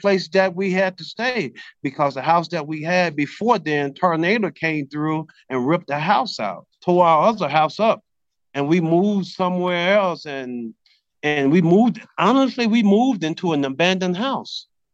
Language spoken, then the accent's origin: English; Jonestown, Mississippi, United States; I'm from Jonestown, Mississippi, a population of 1,000 people. Jonestown is approximately an hour south of Memphis, Tennessee.